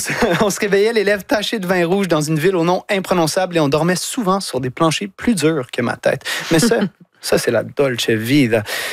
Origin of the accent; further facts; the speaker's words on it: Quebec, Canada; Ça tombe bien, Roberto. Moi, je viens du Québec.